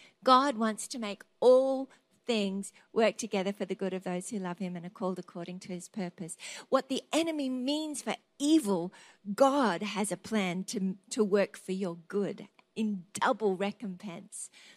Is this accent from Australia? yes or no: yes; Australia; I'm an Australian, by the way.